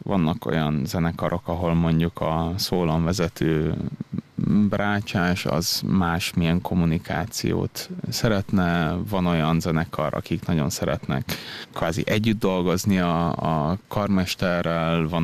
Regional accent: Sopron, Győr-Moson-Sopron, Hungary; moved away as an adult; also born or lived in Páty, Hungary / Milan, Italy; now in Vienna, Austria; ahol félig Pátyon, félig pedig Bécsben éltünk, majd a családom végül Sopronban telepedett le. Ott is nőttem fel.

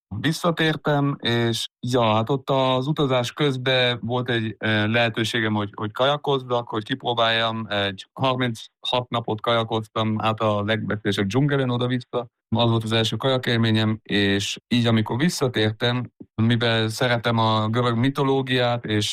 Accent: Innsbruck, Tyrol, Austria; Ide születtem Innsbruckba, itt nőttem fel, az egész életemet majdnem itt laktam. Elmentem én 13 éve most már Amerikába, hogy stoppoljam a panamerikai autópályát.

